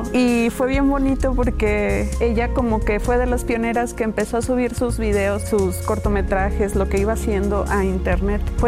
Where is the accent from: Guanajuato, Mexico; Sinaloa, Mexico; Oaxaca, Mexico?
Sinaloa, Mexico; Mazatlán; Les dos somos de Mazatlán, Sinaloa